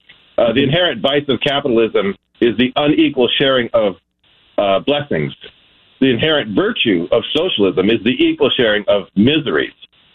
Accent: Michigan, United States; and I'm from Wayne County, I was born in Wayne County, I was born at Old Grace Hospital on 7 Mile in Greenfield.

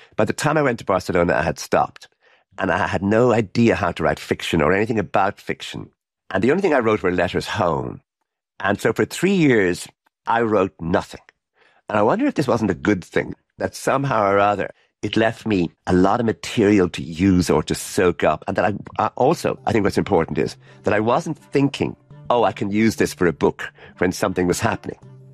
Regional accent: Ireland; Because I'm Irish, so many of the things that were happening were so close to things that had happened in Ireland in the years leading up to independence.

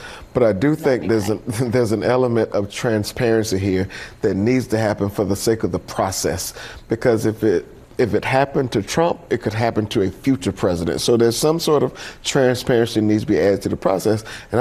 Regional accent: United States; an American, I'm glad the president is safe.

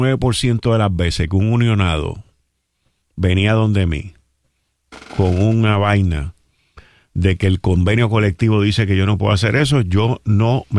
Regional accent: Puerto Rico; Los que trabajamos aquí somos puertorriqueños.

